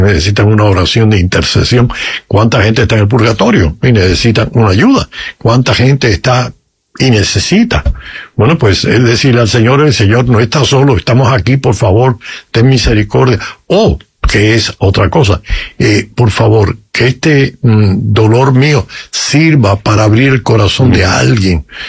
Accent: Cuba; yo estaba pensando en mi tierra, en Cuba.

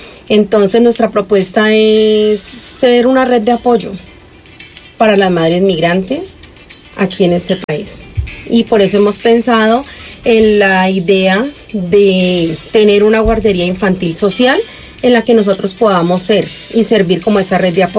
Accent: Colombia; moved away as an adult; now in Zaragoza, Spain; soy colombiana

